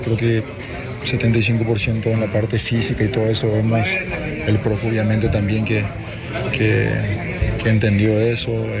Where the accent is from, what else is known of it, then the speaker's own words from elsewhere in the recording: Paraguay; Creo que son parte de nuestros valores como selección, como paraguayo